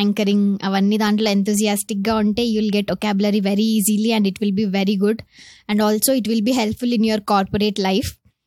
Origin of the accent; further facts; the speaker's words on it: Madanapalle, Andhra Pradesh, India; moved away as an adult; now in Hyderabad, India; నేను పుట్టింది పెరిగింది అంతా మదనపల్లిలోనే.